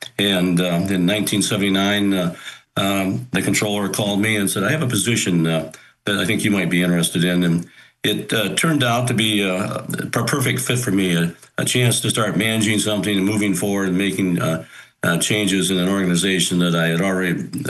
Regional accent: Lansing, Michigan, United States; I'll tell you, I was born in Lansing and lived there till the fifth grade.

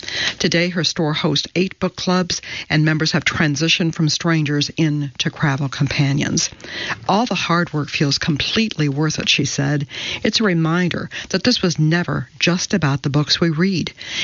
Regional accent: Austin, Texas, United States; In my hometown of Austin, Texas

